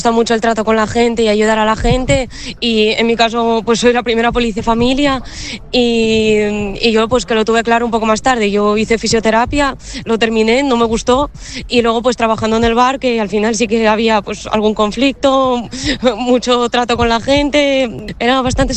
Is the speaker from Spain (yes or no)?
yes; Asturias, Spain; also born or lived in Russia; Sí, yo nací en Rusia, pero llevo aquí desde los 5 años y también es que me encanta Asturias.